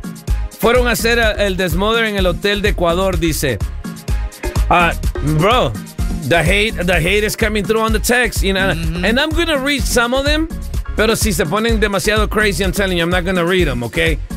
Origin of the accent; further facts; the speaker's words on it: El Salvador; Como salvadoreño, I hear it enough all the time.